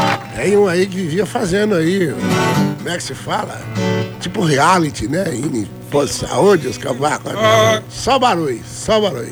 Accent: Marechal Cândido Rondon, Paraná, Brazil; born there; E eu nasci no Rondon, que é um maiador de boi ali. Que eu nasci uma cidade de primeira.

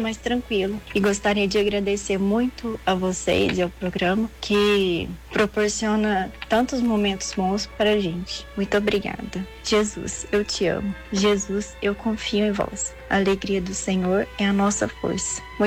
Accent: Guarulhos, São Paulo, Brazil; eu sou de Guarulhos.

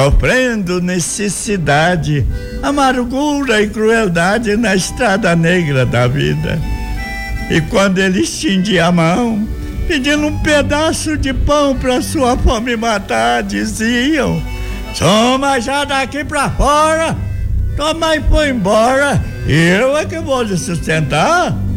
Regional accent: Tupaciguara, Minas Gerais, Brazil; moved away; also born or lived in São Paulo / Anápolis / Paraná; Já não sou criança mais. Sou filho de Tupaciguara. … Aqui é minha terra.

